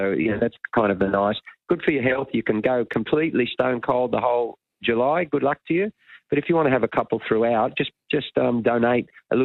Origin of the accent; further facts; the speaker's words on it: Lismore, New South Wales, Australia; but I'm from Lismore, Northern New South Wales, just not too far from Brizzy there.